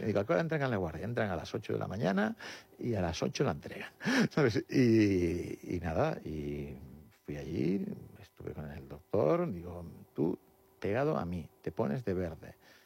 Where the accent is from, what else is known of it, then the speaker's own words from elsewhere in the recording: Canary Islands, Spain; pues estudiaba, como todo canario que va a estudiar a Madrid, pues muchos de ellos estudian en colegios mayores.